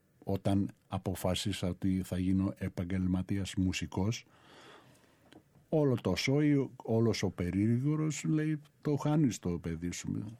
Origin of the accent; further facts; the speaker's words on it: Thessaloniki, Central Macedonia, Greece; εμείς επειδή είμαστε από την Επτάλοφο, Αμπελόκηποι Θεσσαλονικής